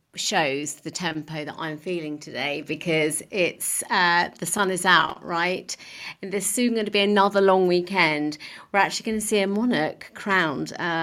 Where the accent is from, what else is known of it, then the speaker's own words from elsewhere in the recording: United Kingdom; us as British citizens